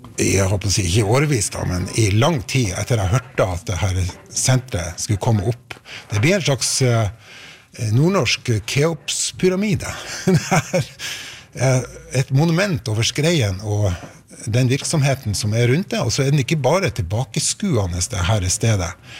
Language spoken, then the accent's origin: Norwegian; Svolvær, Nordland, Norway; jeg vokste opp i Svolvær hvor det var, altså hvor skreifiske var sånn. Satte veldig preg på byen.